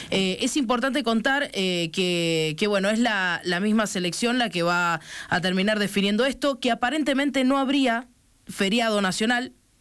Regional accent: Argentina; nosotros como argentinos lo queríamos recibir a Messi

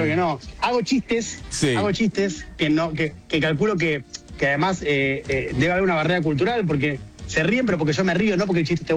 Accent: Buenos Aires, Argentina; Llevo muy conmigo dos características que son la argentinidad y la porteñidad.

